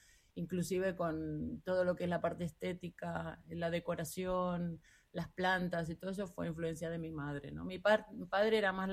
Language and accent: Spanish; Argentina; Bueno, a mi infancia, a mi adolescencia en Argentina, que me emociona un poco también, ¿no?